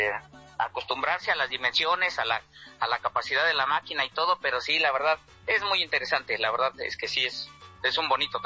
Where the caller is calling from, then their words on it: Texcoco, State of Mexico, Mexico; soy acá de Texcoco.